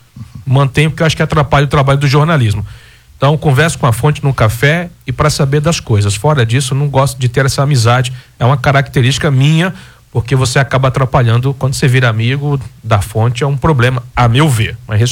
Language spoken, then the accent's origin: Portuguese; Maceió, Alagoas, Brazil; Eu sou, como todo mundo sabe, eu sou de Maceió.